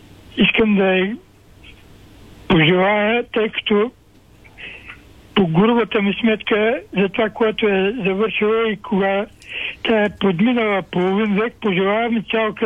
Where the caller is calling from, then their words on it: Plovdiv, Plovdiv Province, Bulgaria; Обаждам се от град Пловдив